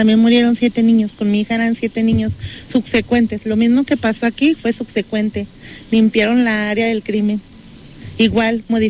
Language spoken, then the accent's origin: Spanish; Torreón, Coahuila, Mexico; Mire, le comento a las personas aquí presentes que yo vengo de la ciudad de Torreón … vengo por el mismo caso que está pasando aquí en el estado de Durango